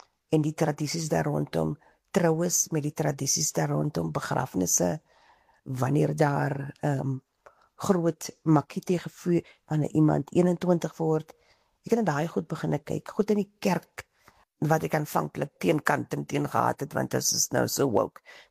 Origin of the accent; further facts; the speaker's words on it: Bonnievale, Western Cape, South Africa; born there; moved away as an adult; Ek het nie net na my klein gemeenskap van Bonnieville gekyk en wat ons daar gedoen het nie. Ek het ook gekyk na die nuwe omgewing waar ek beginne bly het.